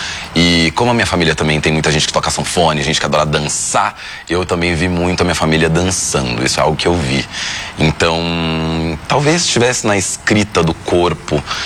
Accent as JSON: {"language": "Portuguese", "region": "São Paulo", "country": "Brazil", "tie": "born or raised there", "said": "É, então eu não tive uma infância lá, minha infância já é aqui em São Paulo, mas meu pai, ele tinha uma presença muito piauiense, muito nordestina e muito orgulho disso."}